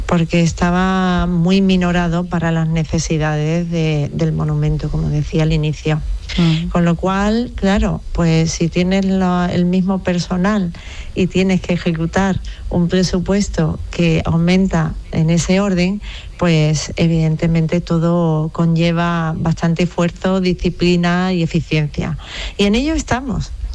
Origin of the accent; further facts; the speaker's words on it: Seville, Andalusia, Spain; es un monumento para sentirse orgulloso como sevillano y sevillana